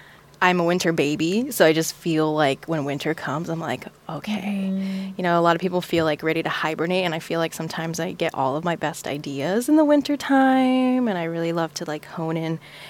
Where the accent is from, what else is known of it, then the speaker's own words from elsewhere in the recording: San Diego, California, United States; I grew up in San Diego. There's a lot of hip hop, a lot of R&B. And then you kind of come into your own. You're like, I was always a little goth Mexican yes. girl running around.